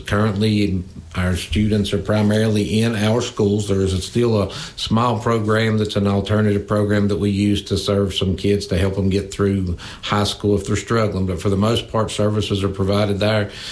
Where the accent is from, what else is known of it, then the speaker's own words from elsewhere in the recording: United States; I grew up here in Smith County. I've lived here pretty much all my life. I have went to Chilhowee Elementary School, then attended a year at the old high school back in the day when seventh grade was there, then moved on to Chilhowee High School, graduated